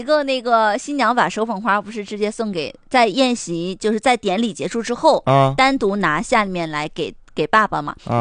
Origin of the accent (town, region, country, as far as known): Northeast China, China